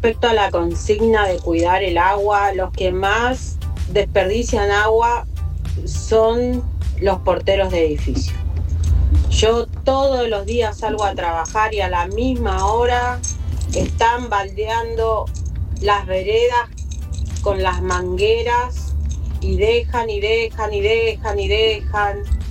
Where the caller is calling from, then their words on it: Buenos Aires, Argentina; de Caballito.